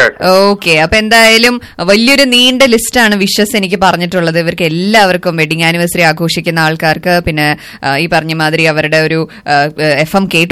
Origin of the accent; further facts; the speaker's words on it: Thrissur, Kerala, India; എന്റെ വീട് തൃശ്ശൂര്. തൃശ്ശൂര്.